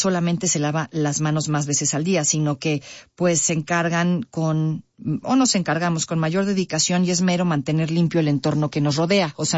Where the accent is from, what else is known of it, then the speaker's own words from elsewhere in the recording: Mexico; qué tan limpios somos los mexicanos